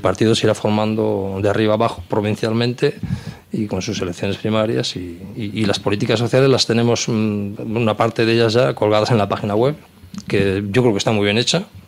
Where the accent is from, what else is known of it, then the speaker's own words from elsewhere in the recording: Navarre, Spain; Vamos, yo soy navarro, vasco-navarro, y cuando hablo con la gente de por allá